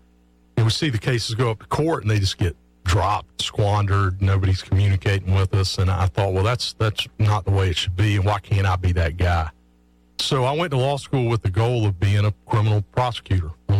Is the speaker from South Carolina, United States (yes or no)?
yes; Greenwood, South Carolina, United States; I grew up in Greenwood, South Carolina in the upstate, and growing up, all I cared about was playing sports.